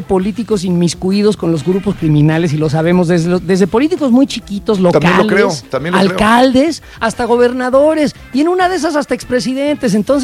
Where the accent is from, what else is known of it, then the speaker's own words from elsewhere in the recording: Mexico; Pues deberíamos de despertarnos como mexicanos